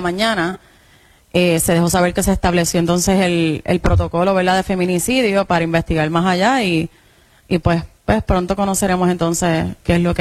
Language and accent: Spanish; Yabucoa, Puerto Rico; moved away; Actualmente no estoy viviendo en Yabucoa, pero soy natural de Yabucoa.